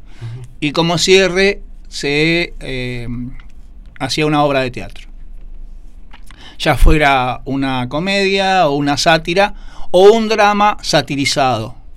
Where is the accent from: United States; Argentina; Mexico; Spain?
Argentina; Mercedes, Buenos Aires Province; moved away as an adult; now in Luján, Argentina; Retomé, ya viviendo en Luján, porque yo soy nativo de Mercedes. A mis 20 y pico me vine a vivir a Luján.